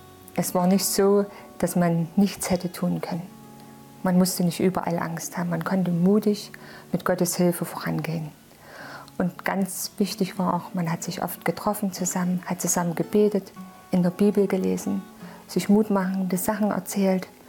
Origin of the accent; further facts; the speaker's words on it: Chemnitz, Saxony, Germany; moved away as an adult; ich komme aus Chemnitz und ich wohne schon 25 Jahre hier, seitdem ich verheiratet bin.